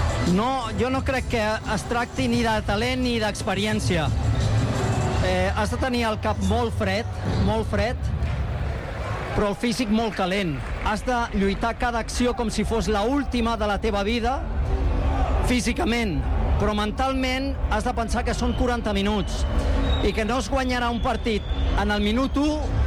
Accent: Badalona, Catalonia, Spain; sóc de Badalona i sóc del Joventut de Badalona

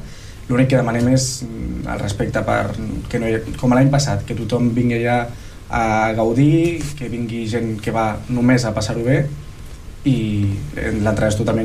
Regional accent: Tordera, Catalonia, Spain; som del veïnat de Sant Daniel, no a Tordera Poble, i això a vegades és un hàndicap.

